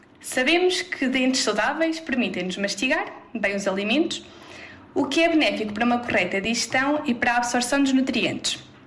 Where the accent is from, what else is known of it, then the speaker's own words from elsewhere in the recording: Cabanas de Viriato, Centro, Portugal; also born or lived in Coimbra; Sou natural de Cabanas de Viriato, uma vila não muito distante daqui.